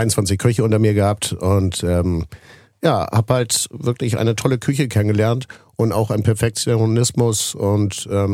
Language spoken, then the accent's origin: German; Mölln, Schleswig-Holstein, Germany; born there; now in Duvenstedt, Germany; Und ich bin vor 17 Jahren bin ich in Duvenstedt gelandet. Das passte mir auch sehr gut, weil ich bin gebürtiger Möllner.